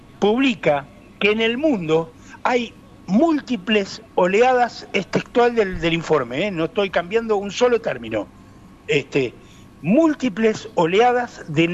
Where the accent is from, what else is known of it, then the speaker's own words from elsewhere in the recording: Patagonia, Argentina; yo soy de la Patagonia